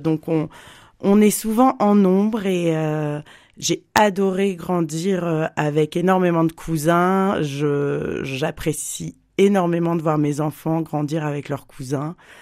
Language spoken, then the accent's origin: French; Rouen, Normandy, France; moved away as an adult; also born or lived in Paris region / Berry; now in Saint-Étienne area, France; Je suis de Rouen. Donc, je suis rouennaise quand même, mais de Rouen.